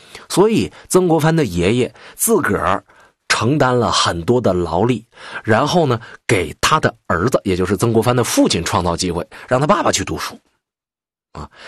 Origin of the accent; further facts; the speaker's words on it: Northeast China, China; accent: Northeastern; 用我们东北话来讲跟头把似的。